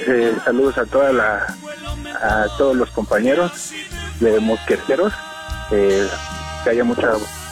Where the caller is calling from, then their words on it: Tecámac, State of Mexico, Mexico; Estoy de aquí de Tecamas y soy chofer de Didi.